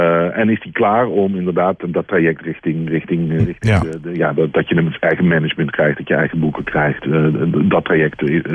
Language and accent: Dutch; Amsterdam, North Holland, Netherlands; Jij komt uit Haarlem, ik kom uit Amsterdam.